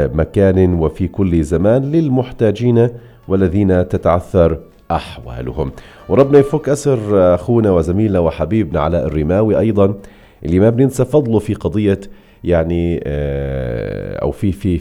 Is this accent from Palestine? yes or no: yes; Palestine; لنا كفلسطينيين